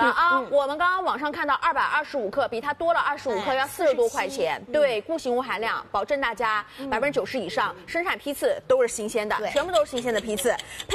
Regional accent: Shanghai, China; 是不是也很适合我们上海人，很符合我们上海人的这个先看汤啊

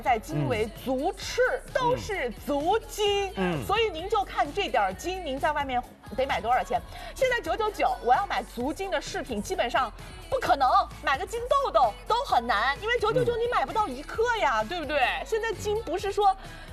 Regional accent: China

